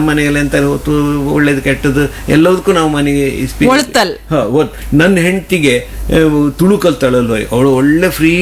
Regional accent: Kundapura, Karnataka, India; accent: Kundapura Kannada; ಖಂಡಿತ, ಕುಂದಾಪುರ ಕನ್ನಡ ಉಳಿಕ್ ಸಾಧ್ಯ

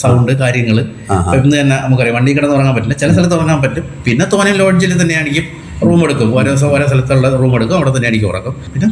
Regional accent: Venjaramoodu, Kerala, India; സ്ഥലം തിരുവനന്തപുരം വെഞ്ഞാറമൂടാണ്.

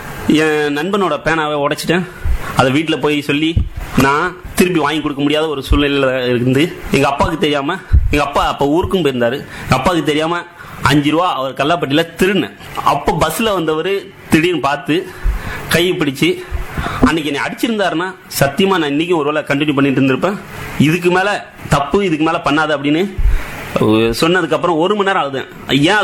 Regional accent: Tamil Nadu, India; என்னோட சொந்த ஊர் விருதுநகர் பக்கத்தில் ஒரு ஸ்மால் வில்லேஜ், 7000 பண்ணை. நான் 1978 பிறந்தேன்.

